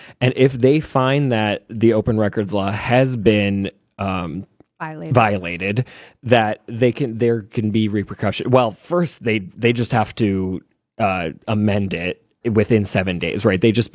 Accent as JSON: {"language": "English", "town": "Hatton", "country": "United States", "said": "I'm from Hatton, right? I'm from a small town, right?"}